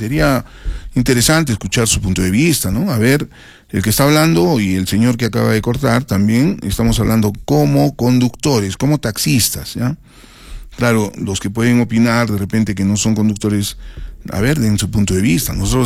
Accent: Arequipa, Peru; como gran melgariano que soy y buen arequipeño que soy

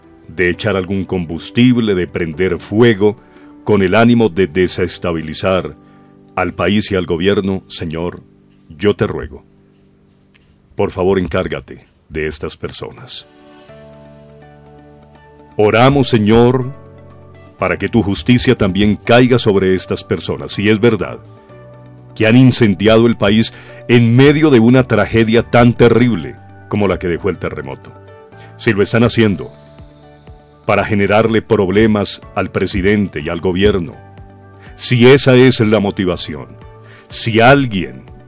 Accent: Colombia

